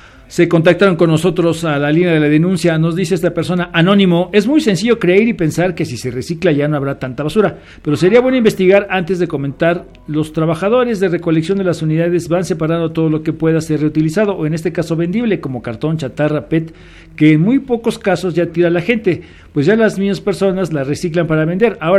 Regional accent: Mexico; somos mexicanos y mañosos.

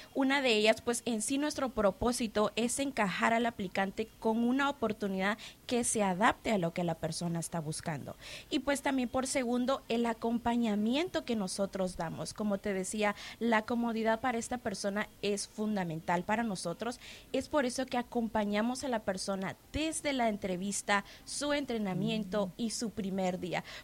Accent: Guatemala; now in North Carolina, United States; Soy originariamente, orgullosamente, de Guatemala

